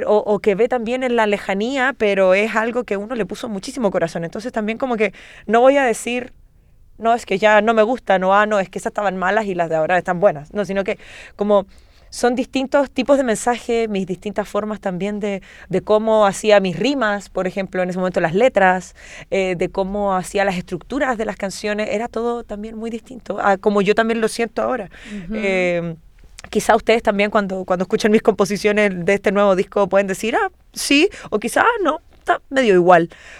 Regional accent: Chile; now in Valparaíso Region, Chile; quiero ahora culminar este proceso con shows aquí, en mi país, así, hacer algo fuerte. Yo ahora estoy viviendo en la quinta región

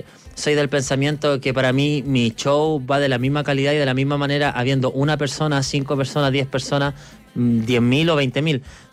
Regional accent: Curacaví, Santiago Metropolitan Region, Chile; Así que yo soy de Curacaví, la tierra de los dulces, los dulces chilenos y las chichas, donde hay mucho talento, donde hay mucho deportista

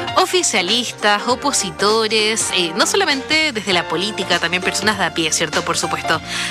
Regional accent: Chile; y acá siguen saliendo perjudicados nosotros, que somos los chilenos de la clase media, clase media baja.

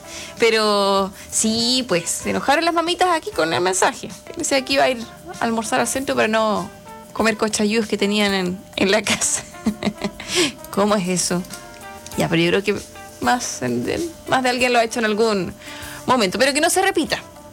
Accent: Chile; así que enseguida, como buen chileno, sopa y pillas.

